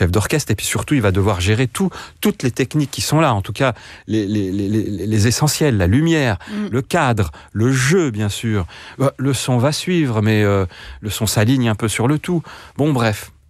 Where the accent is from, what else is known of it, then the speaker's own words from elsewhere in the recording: Grenoble, Auvergne-Rhône-Alpes, France; moved away; Je viens de Grenoble, on vit dans une cuvette et on grandit autour de 3 massifs, énormes et magnifiques